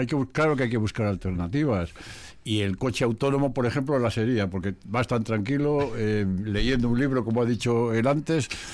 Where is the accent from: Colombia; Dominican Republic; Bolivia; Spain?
Spain; Basque Country; now in Vitoria-Gasteiz, Spain; mi pueblo, allá cerca de Vergara